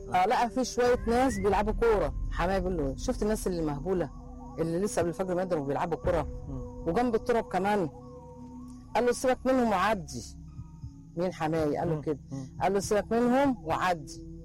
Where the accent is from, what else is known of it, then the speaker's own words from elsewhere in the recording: Egypt; moved away as an adult; انا كنت جاي من مصر ما اعرفش حاجه.